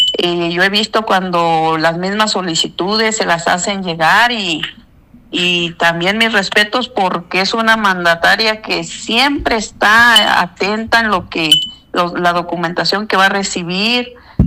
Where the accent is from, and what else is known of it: Chihuahua, Mexico